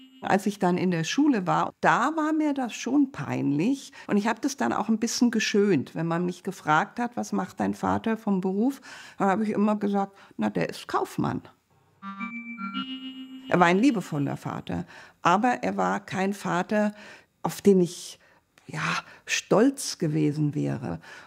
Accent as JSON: {"language": "German", "town": "Frankfurt", "region": "Hesse", "country": "Germany", "tie": "born or raised there", "also_born_or_lived": "Föhrenwald", "said": "Ich wurde 1955 im BP-Lager Föhrenwald geboren und bin in der Waldschmidtstraße in Frankfurt aufgewachsen."}